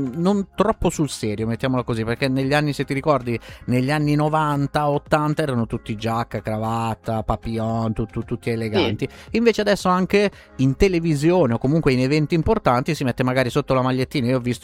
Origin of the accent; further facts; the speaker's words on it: Calabria, Italy; anch'io sono terrone come te, quindi io provengo dalla Calabria, pure noi.